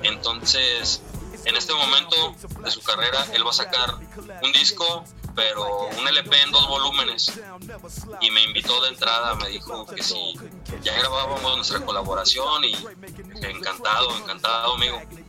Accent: Mexico; soy mexicano.

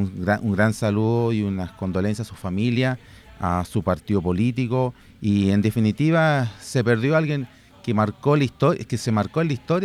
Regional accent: Chile

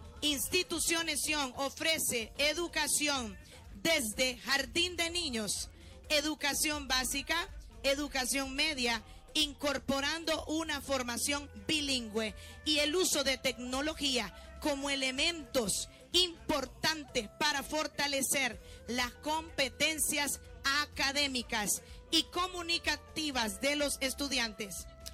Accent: Honduras; podemos decir que orgullosamente somos hondureños.

